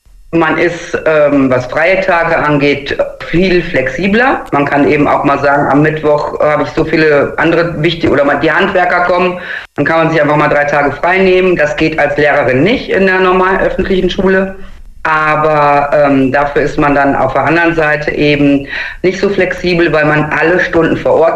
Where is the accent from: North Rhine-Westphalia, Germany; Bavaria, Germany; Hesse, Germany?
North Rhine-Westphalia, Germany; Xanten; also born or lived in Münster; Ich bin in Münster geboren, in Xanten groß geworden, jetzt das 27. Mal umgezogen